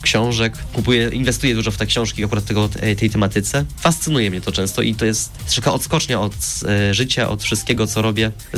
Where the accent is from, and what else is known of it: Gorzów Wielkopolski, Lubusz Voivodeship, Poland